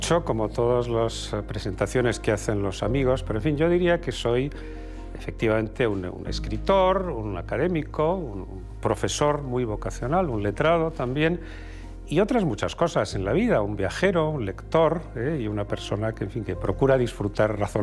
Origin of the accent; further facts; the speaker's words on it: Spain; Pues soy un español moderado, lo cual probablemente es una extraña especie